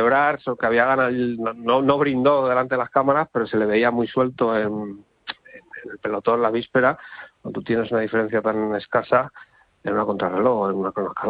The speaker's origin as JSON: {"language": "Spanish", "town": "Segovia", "region": "Castile and León", "country": "Spain", "said": "Perico me encantó porque es de mi tierra, de Segovia"}